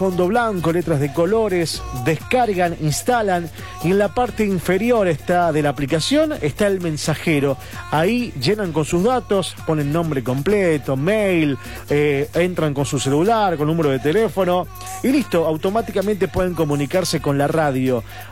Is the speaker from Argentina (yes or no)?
yes; Bariloche, Río Negro, Argentina; de Bariloche, aquí tomando un cafecito y escuchándolos.